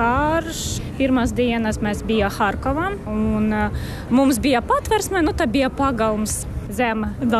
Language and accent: Latvian; Ukraine; Jā, es esmu no Ukrainas, jā.